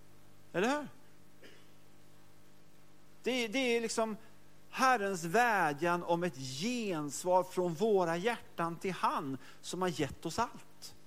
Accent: Mölndal, Västra Götaland County, Sweden; jag kommer från Mölndal, kan en del om Mölndal också.

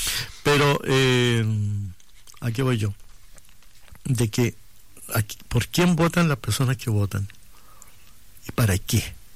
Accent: Chile; yo soy chileno y no voy a negar mi nacionalidad, mi condición de chileno.

